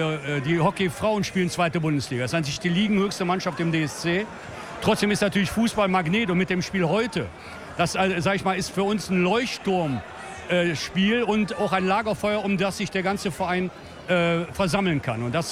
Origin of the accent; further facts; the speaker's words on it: Düsseldorf, North Rhine-Westphalia, Germany; Wir sind beide Düsseldorfer, Antenne Düsseldorf. Für einen Düsseldorfer gibt es nichts Größeres als in einer geschlossenen Gemeinschaft, um den Tabellen zu marschieren.